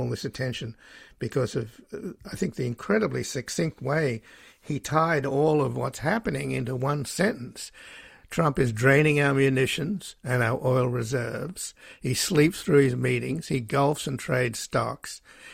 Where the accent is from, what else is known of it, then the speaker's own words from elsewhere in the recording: Australia; Since I come from Australia, we had something in common.